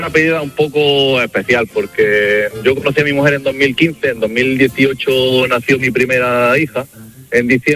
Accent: Granada, Andalusia, Spain; Yo soy de Granada y salimos de un sitio que seguramente conocerás bien, que es el Mirador de San Miguel Alto.

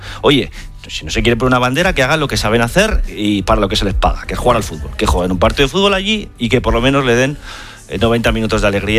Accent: Spain; por supuesto que yo como madridista, pero antes como español

